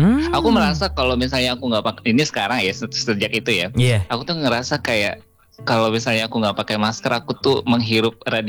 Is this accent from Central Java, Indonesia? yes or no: no; Batusangkar, West Sumatra, Indonesia; now in Padang, Indonesia; Kerja di Padang. Cuman kampung halaman di Batu Sangkar.